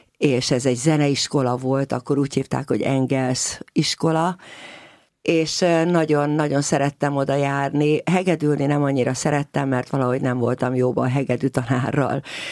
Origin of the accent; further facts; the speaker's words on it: Budapest, Hungary; annak idején a 18. kerületben nevelkedtem.